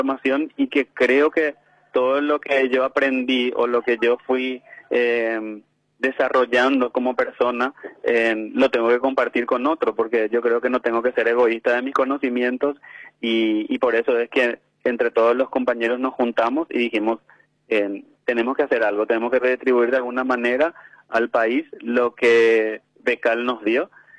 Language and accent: Spanish; Asunción, Paraguay; born there; soy del Bañado Sur, o sea, nací en el Bañado Sur, soy de la comunidad de San Miguel, en el barrio San Cayetano